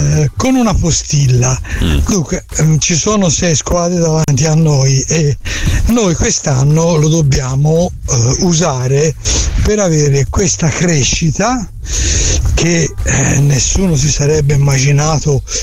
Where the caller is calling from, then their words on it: Lisbon, Portugal; Buongiorno … da Lisbona